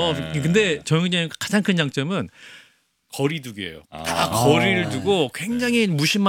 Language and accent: Korean; North Chungcheong, South Korea; 제 고향 충북.